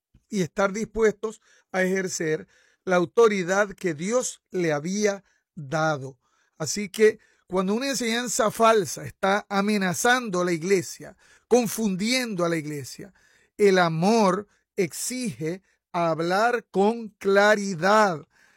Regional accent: Venezuela; born there; Yo recuerdo en la iglesia donde nací allá en Venezuela

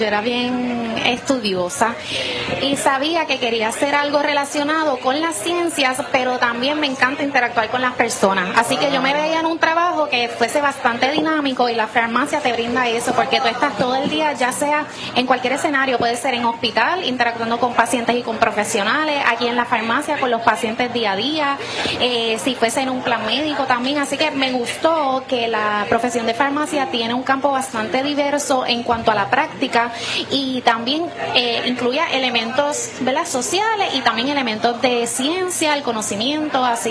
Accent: San Juan, Puerto Rico; moved away as an adult; now in Cabo Rojo, Puerto Rico; yo soy de San Juan, Jean Paul es de Aguada y nos tuvimos que mudar pues para Cabo Rojo

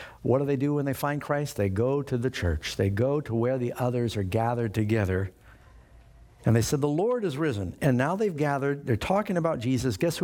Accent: New York City, New York, United States; I grew up in New York City, and our governor was Nelson Rockefeller at one point.

